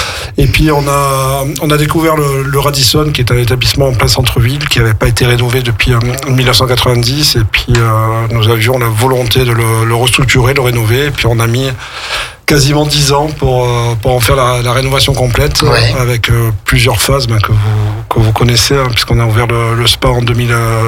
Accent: Marseille, Provence-Alpes-Côte d'Azur, France; moved away as an adult; now in Aix-les-Bains, France; avec mon épouse, on est d'origine marseillaise.

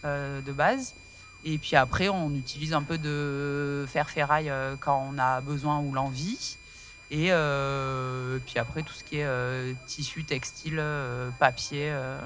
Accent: Occitanie, France; Alors, on utilise beaucoup de bois parce qu'on est en Lozère et que, enfin, on vient de Lozère et qu'on a une scierie toute proche

